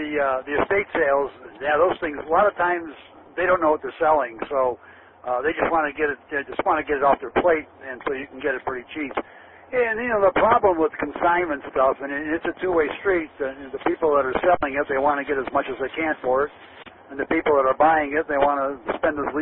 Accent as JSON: {"language": "English", "region": "Ohio", "country": "United States", "tie": "born or raised there", "said": "I grew up in Ohio, and everybody smoked there."}